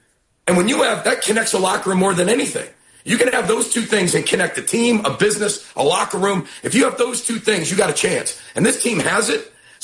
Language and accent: English; Midwest, United States; I grew up in the Midwest. I've been a Big Ten fan forever.